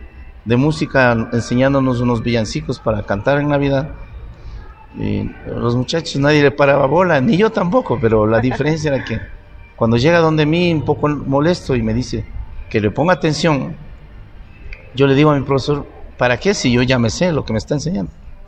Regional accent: Imbabura, Ecuador; moved away; yo de Pimán Power

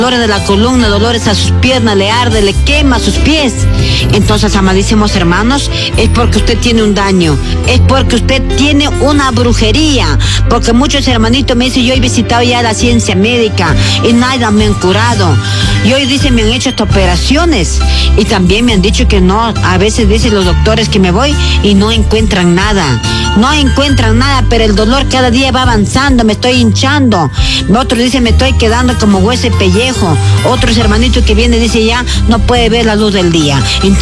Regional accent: Huancabamba, Piura, Peru; now in Cajamarca, Peru; Nosotros somos maestros norteños que venimos de la cuna del curanderismo llamado Huancabamba. Desde Huancabamba estamos acá en Cajamarca

